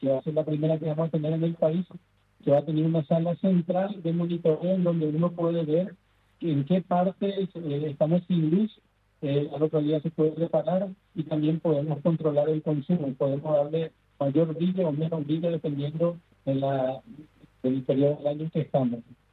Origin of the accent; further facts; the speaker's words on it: Paraguay; aquellos elementos que nos definen como paraguayos